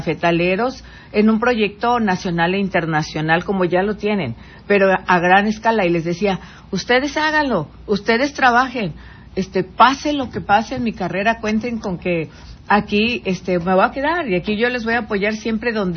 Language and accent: Spanish; Guerrero, Mexico; moved away